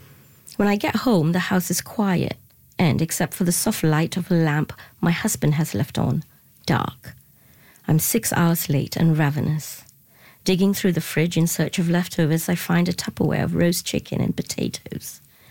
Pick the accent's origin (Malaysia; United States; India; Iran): Malaysia; Ipoh, Perak; now in Winnipeg, Canada; My mother's house in Malaysia, the country of my birth.